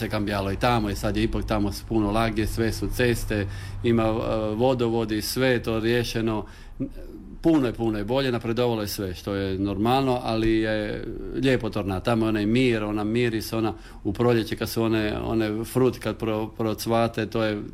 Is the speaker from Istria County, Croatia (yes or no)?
yes; Motovun, Istria County, Croatia